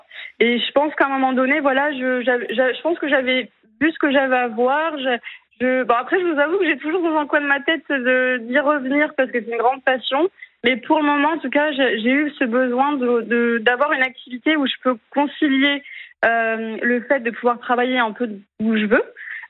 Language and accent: French; Saint-Pierre, Réunion, France; also born or lived in Toulouse; now in Montpellier, France; Non, parce que moi je suis née à Toulouse, mais par contre j'ai grandi 20 ans à La Réunion.